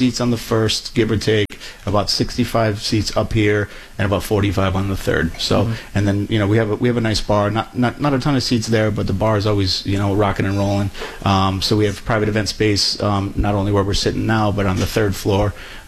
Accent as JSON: {"language": "English", "region": "Michigan", "country": "United States", "lives_now": "Rhode Island, United States", "said": "So, we just stayed here in Rhode Island. I'm from Michigan."}